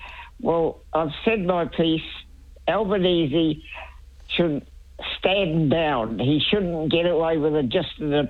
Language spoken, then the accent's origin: English; New Zealand; also born or lived in Wellington; now in Australia; In 1954, when I came over from New Zealand, I didn't feel the first winter.